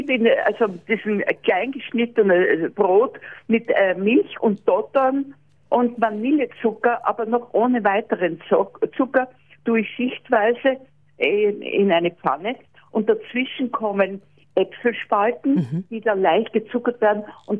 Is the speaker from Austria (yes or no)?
yes; Austria